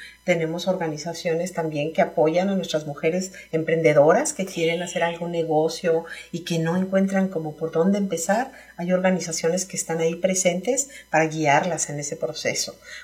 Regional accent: Mexico; como mexicanos que somos

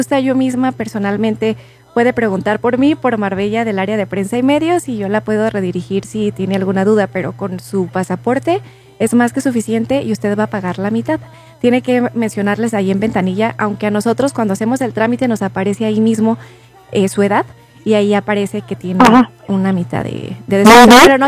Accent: Mexico; Es un derecho que tenemos como ciudadanos mexicanos si cumplimos con la mayoría de edad.

